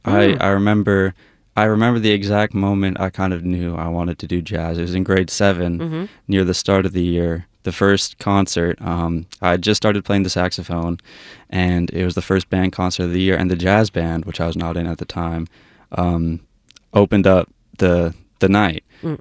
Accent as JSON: {"language": "English", "region": "Alberta", "country": "Canada", "tie": "born or raised there", "moved": "yes", "lives_now": "Toronto, Canada", "said": "even though I'm from Alberta. Mm-hmm. I grew up there."}